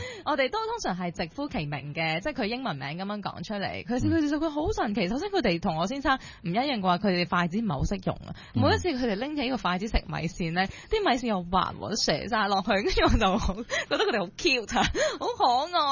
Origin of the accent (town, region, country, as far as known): Hong Kong